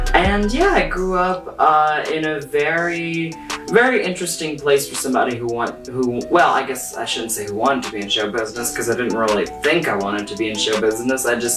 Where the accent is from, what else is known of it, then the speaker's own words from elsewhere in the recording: Cut Off, Louisiana, United States; I'm from Cut Off, Louisiana, and I grew up on the bayou, very small town.